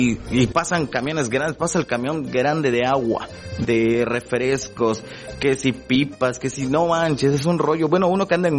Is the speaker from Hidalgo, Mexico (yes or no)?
no; Castamay, Campeche, Mexico; Que yo soy de Castamay, entonces cuando a mí me conviene ya no gasto en combustible para venir para acá.